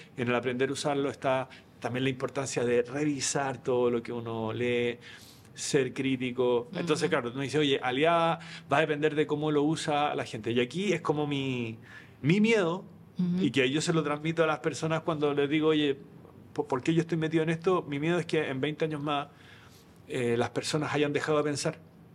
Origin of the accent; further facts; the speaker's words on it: Chile; oye, estoy hablando como chileno, muy mal.